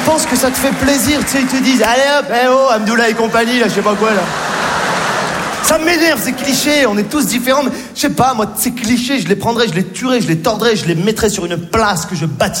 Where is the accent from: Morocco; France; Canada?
Morocco; born there